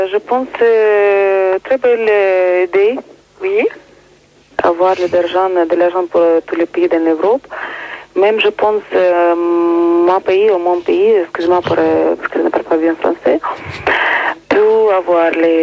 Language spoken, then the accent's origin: French; Ukraine; Je suis ukrainienne.